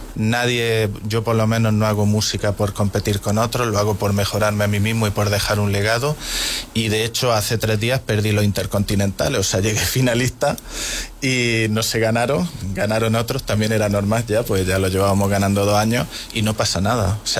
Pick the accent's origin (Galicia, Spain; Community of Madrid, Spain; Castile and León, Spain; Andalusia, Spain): Andalusia, Spain; Guadix; yo sí me siento poeta querido aquí en Guadix.